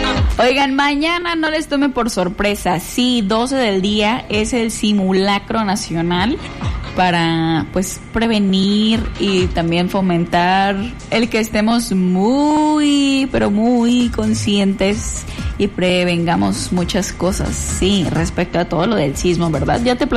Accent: Mexico; fue la unión como mexicanos.

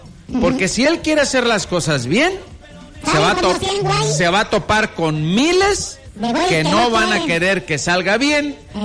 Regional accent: Mexico; No puedo hacerle esto a México ni como

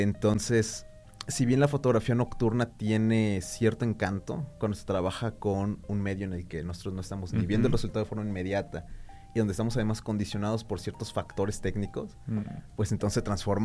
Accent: Tepic, Nayarit, Mexico; soy orgullosamente tepicense, de formación soy sociólogo y soy arquitecto.

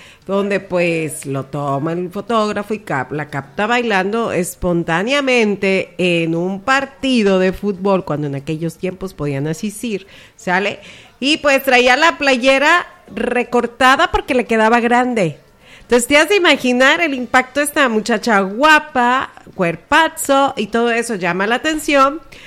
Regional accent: Mexico; Yo soy mexicana y yo le voy a México.

